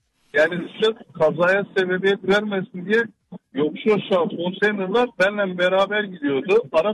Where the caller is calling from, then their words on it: Gaziantep, Turkey; Bir Fenerbahçeli, bir Antepli olarak